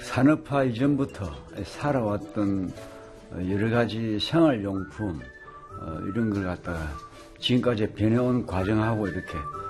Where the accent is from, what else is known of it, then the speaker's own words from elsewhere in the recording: Changwon, South Gyeongsang, South Korea; 우리 고향의 앞모습